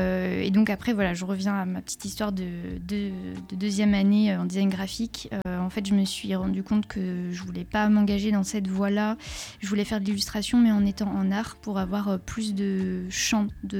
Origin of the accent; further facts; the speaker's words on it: Saint-Nazaire, Pays de la Loire, France; moved away as an adult; also born or lived in Caen / Brussels; now in Clermont-Ferrand, France; je suis pas de Clermont, je viens de Saint-Nazaire, en Loire-Atlantique. Et donc après, je suis partie à Caen pour la licence.